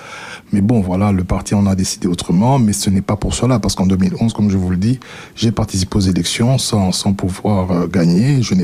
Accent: Brussels, Brussels-Capital Region, Belgium; born there; Je suis un Congolais, comme aiment le dire les gens de père et de mère, né en Belgique, mais de nationalité congolaise, parce que je n'ai jamais changé de nationalité.

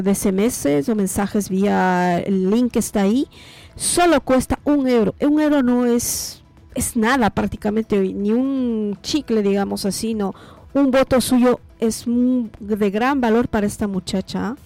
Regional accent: Ecuador; now in Belgium

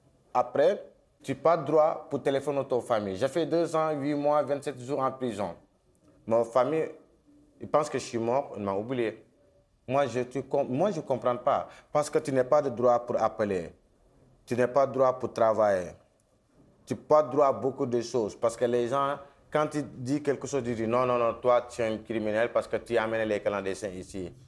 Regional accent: Senegal; French is a second language; moi je suis sénégalais.

